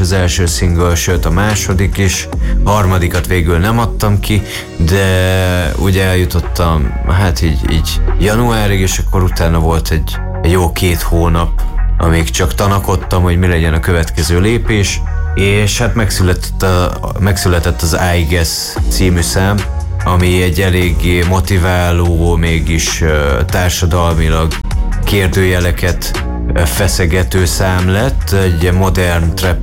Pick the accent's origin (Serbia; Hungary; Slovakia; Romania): Romania; nagyon élveztem egy amerikai előadóval és egy ős budapestivel én székelyként közreműködni egy globális számon